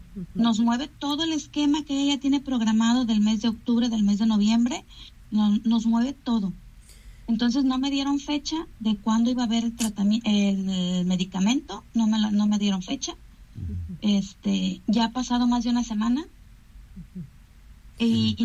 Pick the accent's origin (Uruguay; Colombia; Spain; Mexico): Mexico; Tecomán, Colima; Nosotros somos de Tecomán